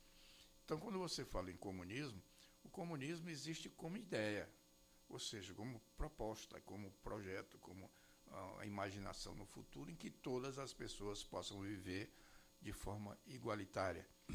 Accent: Brazil; born there; Eu não nasci no Brasil porque eu quis.

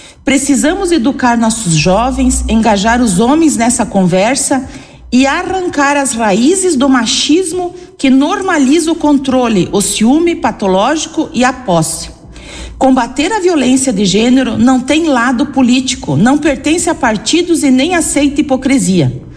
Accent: Brazil; Como nós brasileiros estamos vendo esses fatos que nos angustiam, que nos inquietam?

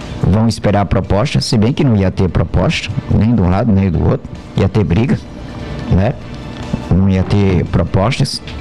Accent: Campina Grande, Paraíba, Brazil; eu sou de Campina Grande, eu nunca ouvi falar, eu nasci e me criei, cresci em Campina Grande

